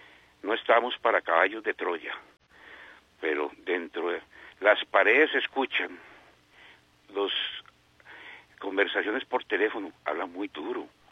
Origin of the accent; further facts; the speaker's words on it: Costa Rica; Nos, somos parte de Centroamérica, pero Centroamérica no es parte de Costa Rica.